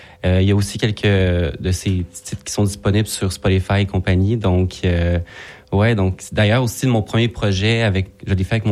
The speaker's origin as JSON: {"language": "French", "town": "McMasterville", "region": "Quebec", "country": "Canada", "tie": "born or raised there", "moved": "as an adult", "lives_now": "Montreal, Canada", "said": "J'ai grandi sur la rive sud."}